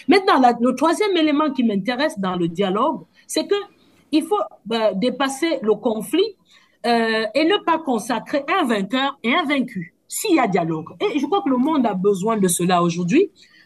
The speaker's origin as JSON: {"language": "French", "country": "Cameroon", "said": "j'ai été dans le bureau de ce qu'on appelle chez nous au Cameroun le BENSINE"}